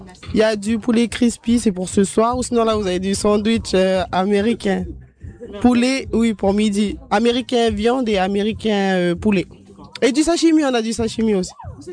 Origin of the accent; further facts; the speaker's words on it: Canala, North Province, New Caledonia; Nous, on vient de la tribu de Ima.